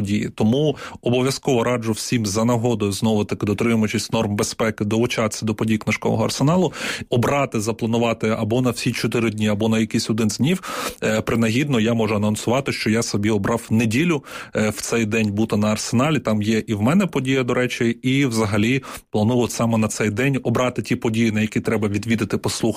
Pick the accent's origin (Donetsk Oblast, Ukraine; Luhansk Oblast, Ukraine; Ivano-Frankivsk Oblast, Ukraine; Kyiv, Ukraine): Luhansk Oblast, Ukraine; Я сам народився на Луганщині, і мені в дитинстві і в молодості, юності бракувало таких подій